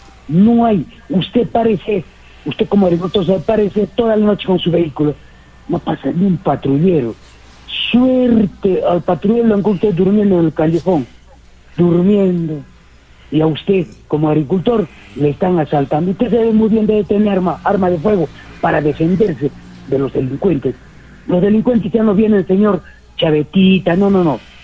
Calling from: Paucarpata, Arequipa, Peru; Yo vivo en Paucarpata

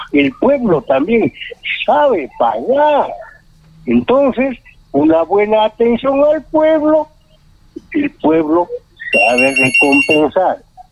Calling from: Arequipa, Peru; ¿Qué nos han dado a los arequipeños?

